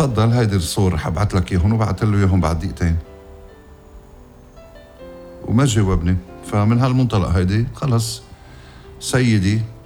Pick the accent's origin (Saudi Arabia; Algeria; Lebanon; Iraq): Lebanon; يا أخ يا بلدي لبنان